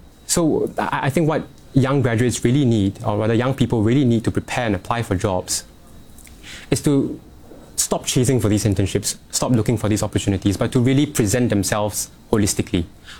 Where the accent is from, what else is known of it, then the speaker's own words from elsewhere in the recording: Singapore; I grew up in the Singapore education system, right, from primary one all the way till now.